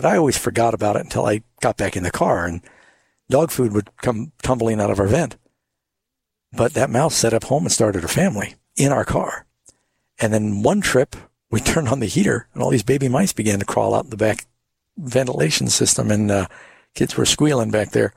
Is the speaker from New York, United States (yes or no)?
yes; New York City, New York, United States; Yeah, well, I grew up largely in New York City